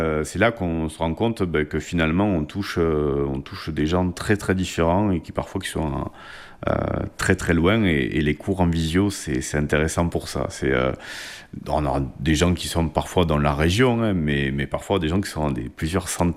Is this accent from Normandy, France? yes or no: no; Toulouse, Occitanie, France; Moi, je suis né à Toulouse. J'ai tout le temps vécu dans la banlieue toulousaine ou à Toulouse même. Mais par contre, les origines familiales sont de l'Aveyron, de Villefranche de Rouergue.